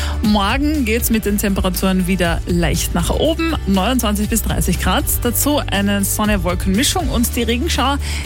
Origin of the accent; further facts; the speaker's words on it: Carinthia, Austria; Bei mir sind es die klassischen Kärntner Käsnudeln. Ja, was sonst als Kärntnerin, ne?